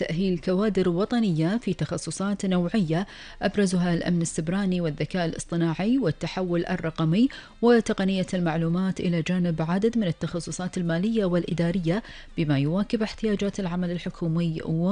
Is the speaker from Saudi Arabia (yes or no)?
no; Kuwait; ديرتنا الحبيبة الكويت